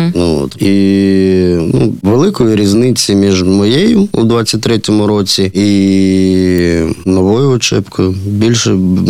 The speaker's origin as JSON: {"language": "Ukrainian", "town": "Kharkiv", "region": "Kharkiv Oblast", "country": "Ukraine", "tie": "born or raised there", "said": "це мій рідний місто."}